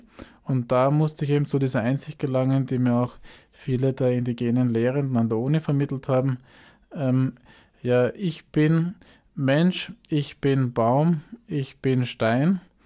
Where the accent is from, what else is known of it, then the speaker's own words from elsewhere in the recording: Austria; Ich bin hier durchaus mit einem starken Naturbezug auch aufgewachsen in Österreich